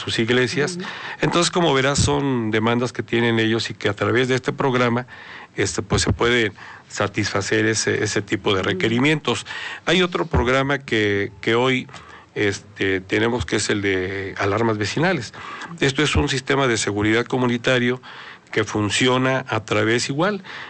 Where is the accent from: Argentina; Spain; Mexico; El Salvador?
Mexico; Puebla; Pero es un clima muy bonito y bueno, ya no digamos a su gente. La gente es muy noble y pues es, somos poblanos.